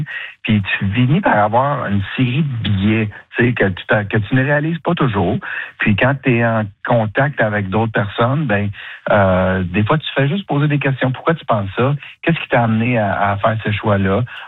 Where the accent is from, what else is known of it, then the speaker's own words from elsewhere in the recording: Drummondville, Quebec, Canada; moi je viens de Drummond, je l'ai dit, là.